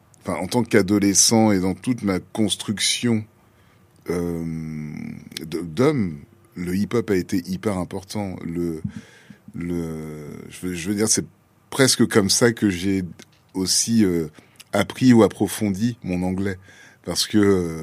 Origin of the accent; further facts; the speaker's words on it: Dakar, Senegal; Parce que comme j'ai grandi à Dakar, il y a tout un pan aussi de la jeunesse diasporique que je n'ai pas forcément.